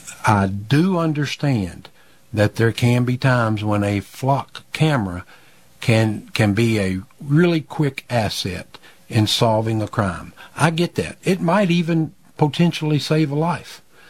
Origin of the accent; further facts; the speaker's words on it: Union City, Tennessee, United States; now in Mount Airy, United States; I grew up in Tennessee and kind of lived in a town a lot like Mount Airy. It was called Union City.